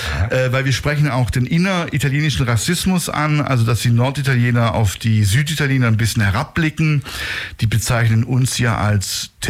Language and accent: German; Germany; born there; accent: Neapolitan (in Italian); ich habe einen neapolitanischen Akzent im Italienischen, weil meine Großmutter mich großgezogen hat. Während meine Eltern arbeiten gingen hier in Deutschland